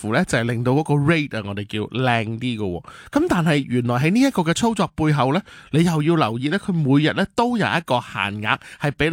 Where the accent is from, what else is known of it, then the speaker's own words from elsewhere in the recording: Hong Kong; 我哋香港人